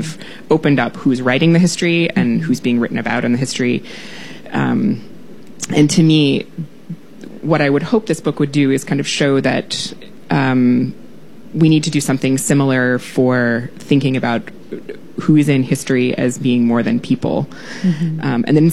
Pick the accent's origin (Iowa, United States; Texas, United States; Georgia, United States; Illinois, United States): Iowa, United States; try to give people from where I grew up in Iowa and elsewhere in the lower 48